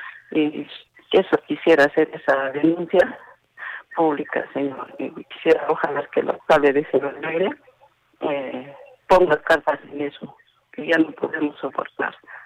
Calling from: Arequipa, Peru; Soy una usuaria del Valle Chiclina.

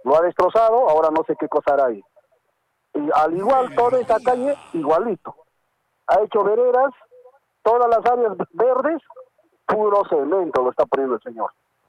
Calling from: Arequipa, Peru; estoy llamando de Mariano Melgar

